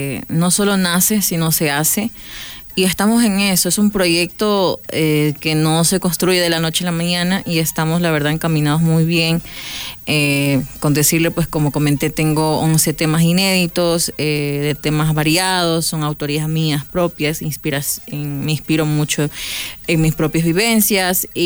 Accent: Loja, Ecuador; born there; also born or lived in Cuenca; yo solo nací en Cuenca, de ahí ya pues me fui a vivir parte de mi niñez en la ciudad de Loja.

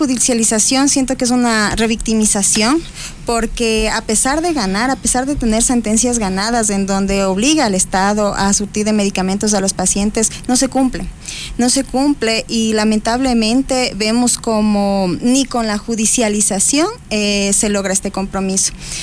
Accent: Ecuador; se siente ahorita uno como ecuatoriano

